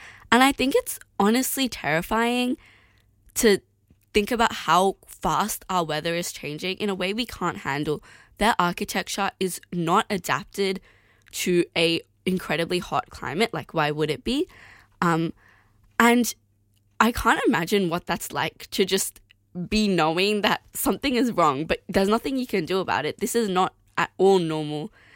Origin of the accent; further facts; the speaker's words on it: Australia; as an Australian